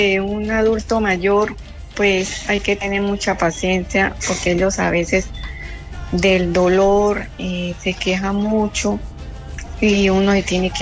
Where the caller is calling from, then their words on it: Girón, Santander, Colombia; Yo vivo en El Carrizal.